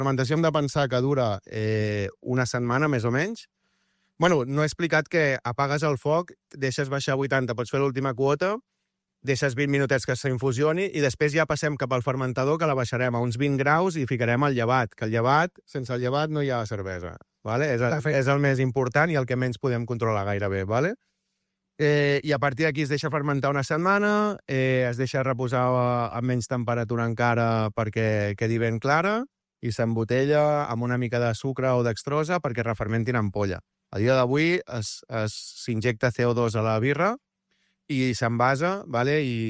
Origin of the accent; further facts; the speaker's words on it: Arenys de Mar, Catalonia, Spain; Arenys de Mar, sempre. Capital de l'Almaresma.